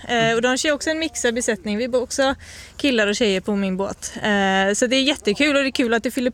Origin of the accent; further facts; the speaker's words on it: Stenungsund, Västra Götaland County, Sweden; Stenungsund, så västkusten.